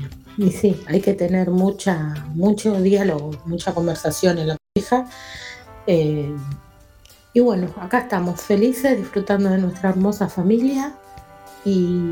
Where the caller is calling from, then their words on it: Lomas de Zamora, Buenos Aires Province, Argentina; de Lomas de Zamora.